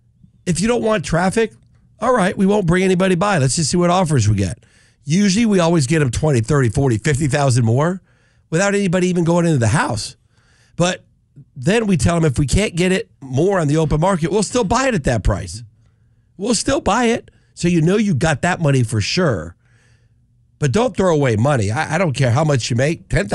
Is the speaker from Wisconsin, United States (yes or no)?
no; San Diego, California, United States; now in Las Vegas, United States; I'm from San Diego.